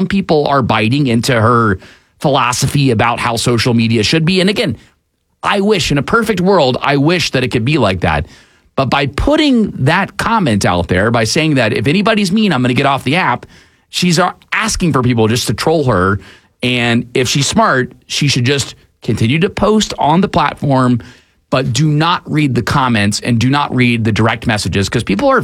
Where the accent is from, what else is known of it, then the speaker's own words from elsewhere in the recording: Atlanta, Georgia, United States; I've lived in America my entire life, born and raised in Atlanta, Georgia.